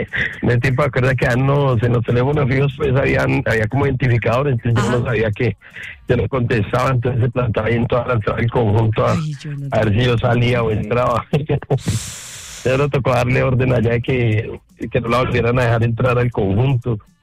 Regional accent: Antioquia, Colombia; now in Bogotá, Colombia

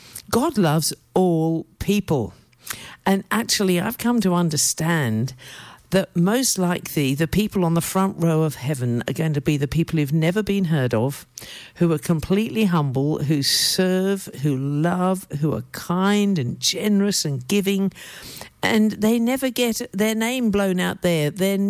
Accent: South East England, United Kingdom; born or raised there

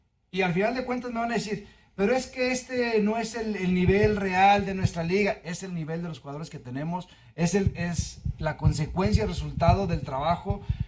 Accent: Mexico; No, como mexicano.

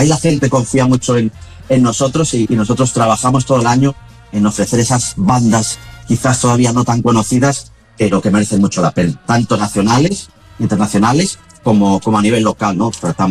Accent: Cangas del Narcea, Asturias, Spain; Somos en Cangas del Narcea el único sitio de Asturias en el que no tenemos sidra, sino que tenemos vino, ¿no?

